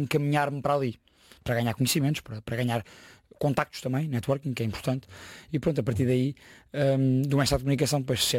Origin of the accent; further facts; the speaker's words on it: Setúbal, Portugal; ao mesmo tempo que comecei a treinar camadas jovens no Clube Desportivo Cova da Piedade. Eu sou da Margem Sul.